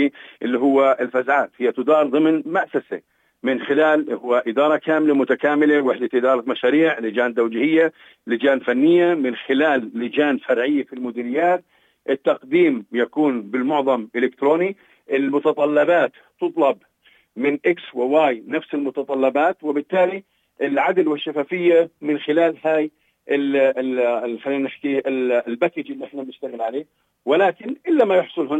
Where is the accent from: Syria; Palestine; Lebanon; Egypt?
Palestine; احنا كفلسطينيين